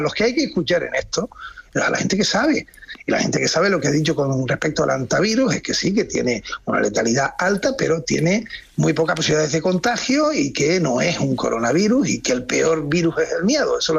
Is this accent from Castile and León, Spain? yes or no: no; Canary Islands, Spain; Yo soy canario, como bien exponías, pero es que además era presidente de Canarias